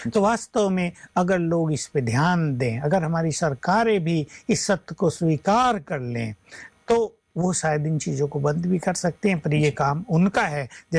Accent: Uttar Pradesh, India; हम तो यूपी से हैं, वहां की लठमार भाषा और इनकी मधुर भाषा में कितना अंतर है।

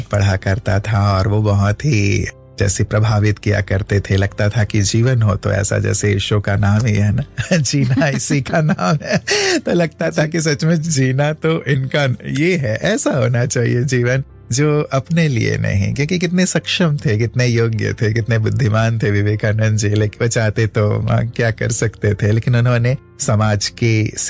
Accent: Bilaspur, Chhattisgarh, India; born there; जी जी, मेरा जन्म छत्तीसगढ़ बिलासपुर में हुआ। तब तो एमपी हुआ करता था, मध्य प्रदेश

